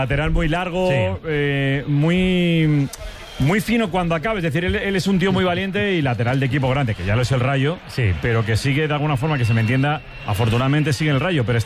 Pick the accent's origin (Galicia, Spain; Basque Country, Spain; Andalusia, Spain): Basque Country, Spain; Legazpi; En mi pueblo materno, Cañizal, que está en Zamora, también son fiestas.